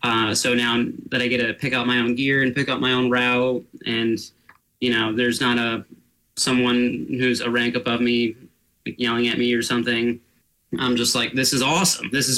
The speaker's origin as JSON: {"language": "English", "region": "Alaska", "country": "United States", "said": "To give some context, I was born in Alaska. I'm from Alaska, but my family moved around a lot."}